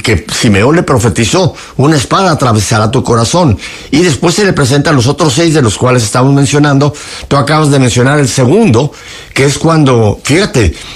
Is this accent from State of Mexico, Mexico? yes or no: no; Mexico City, Mexico; moved away as an adult; nosotros veníamos de México a Estados Unidos para establecernos por un tiempo allá arriba en Michigan, llegamos de Ciudad de México